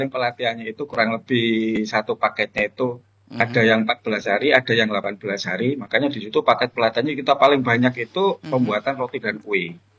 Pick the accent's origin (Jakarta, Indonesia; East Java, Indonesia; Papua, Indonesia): East Java, Indonesia; Surabaya; moved away as an adult; now in Sumenep, Indonesia; untuk saya kan asli Surabaya